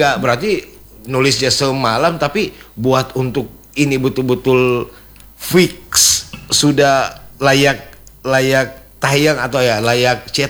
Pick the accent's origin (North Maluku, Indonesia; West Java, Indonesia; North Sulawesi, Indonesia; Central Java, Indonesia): North Sulawesi, Indonesia; Sangihe